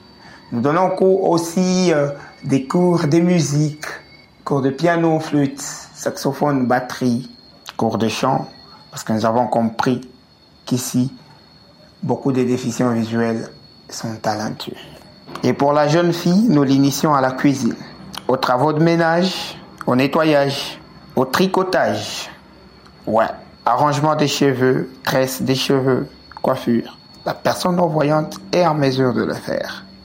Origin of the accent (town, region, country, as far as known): Kolwezi, Lualaba, DR Congo